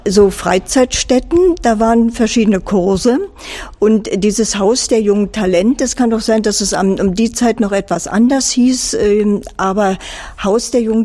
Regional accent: Berlin, Germany; Als ich das Abitur 1957 gemacht habe in Berlin, ich bin Berlinerin

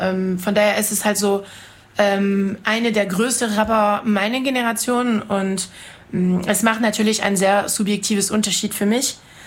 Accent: Cherbourg, Normandy, France; German is a second language; moved away; Meine Heimatstadt war der Ziel von den Alliierten und ich bin auf die Strände großgewachsen, wo D-Day stattgefunden hat. In meinem Dorf gibt es einen amerikanischen Friedhof

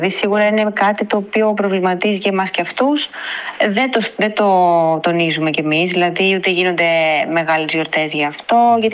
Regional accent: Greece; now in Italy; εγώ σαν Ελληνίδα

